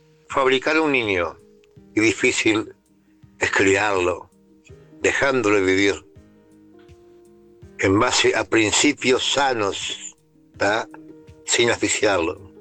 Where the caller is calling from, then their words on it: Fray Bentos, Río Negro, Uruguay; me comunico desde Fray Bentos, Uruguay. Bien, frente a Gualeguaychú.